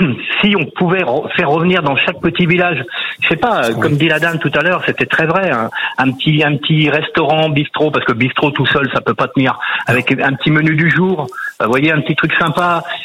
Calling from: Brittany, France; Ah ben moi je suis breton

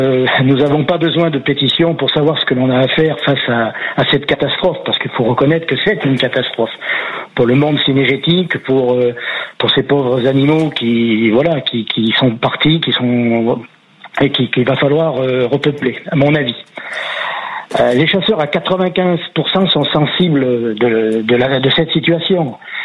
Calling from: Auvergne-Rhône-Alpes, France; Alors je vous appelle depuis Guillaume, dans le Puy-de-Dôme.

